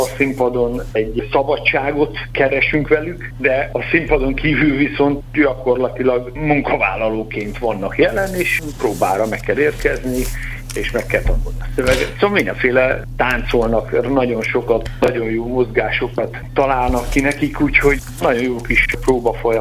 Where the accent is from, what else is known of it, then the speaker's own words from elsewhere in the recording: Debrecen, Hajdú-Bihar, Hungary; also born or lived in Budapest; ismét visszakerültem a szülővárosomba, mármint a diploma után.